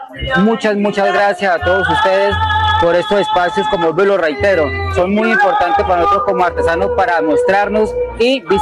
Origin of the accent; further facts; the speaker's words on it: Guamo, Tolima, Colombia; soy del Guamo, pertenezco a la Asociación Azopal Guamo.